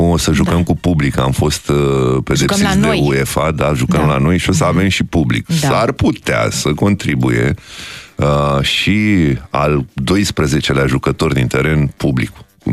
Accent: Romania; sunt român

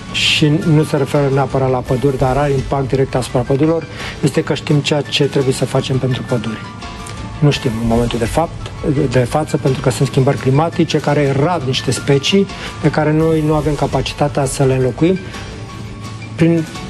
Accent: Romania; n-am cum să fiu mândru că sunt român.

